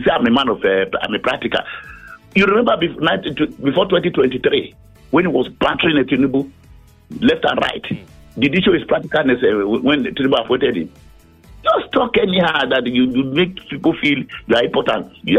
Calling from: Delta, Nigeria; No, I'm from Delta, I'm an Urobo.

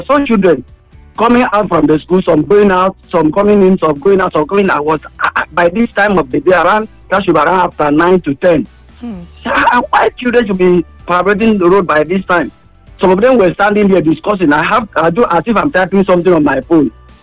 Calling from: Lagos, Nigeria; I'm calling you from Apapa.

